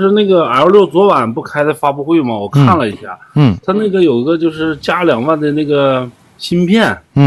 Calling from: Inner Mongolia, China; 我家是内蒙古的。

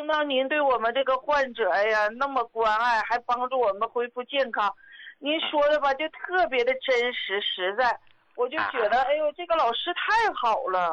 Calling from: Daqing, Heilongjiang, China; 我是大庆的。

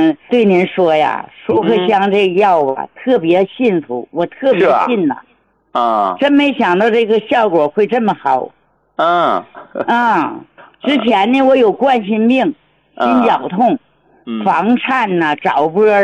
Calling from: Jilin, China; 啊，我家是吉林的， 啊， … ，啊，今年70多了，72。

